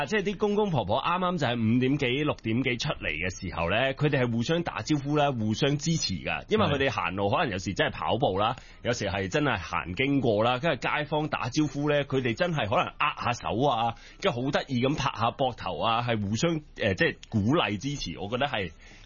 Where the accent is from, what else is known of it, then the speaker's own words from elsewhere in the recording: Germany; Jessie 你好啊，我係德國人啊。